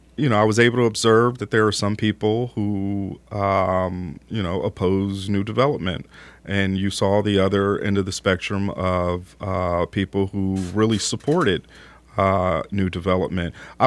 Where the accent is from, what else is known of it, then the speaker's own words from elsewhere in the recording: Philadelphia, Pennsylvania, United States; So I grew up in Philadelphia, which is a big city, but all the surrounding towns are 5,000, 10,000 people